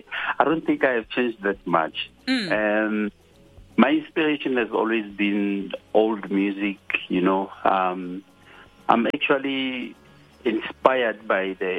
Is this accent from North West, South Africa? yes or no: yes; Potchefstroom, North West, South Africa; born there; So I was born in Potchefstroom, the city in Northwest.